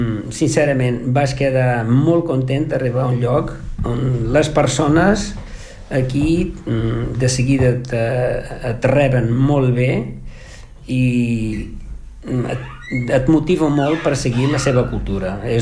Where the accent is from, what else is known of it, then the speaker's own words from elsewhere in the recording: Portugal; Catalan is a second language; moved away as an adult; now in Catalonia, Spain; l'anglès ha estat la meva segona llengua a Portugal.